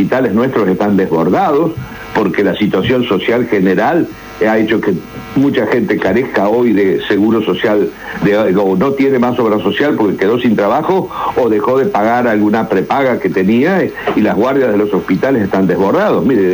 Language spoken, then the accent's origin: Spanish; Islas del Ibicuí, Entre Ríos, Argentina; Yo soy de Islas del Ibicuí.